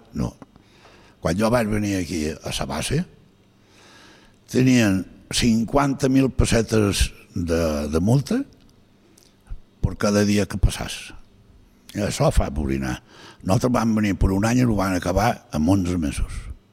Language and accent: Catalan; Galicia, Spain; moved away as an adult; now in Mallorca, Spain; jo la mà la vaig veure per primera vegada quan vaig venir aquí, perquè jo som del centre de Galícia. I clar, no teníem mar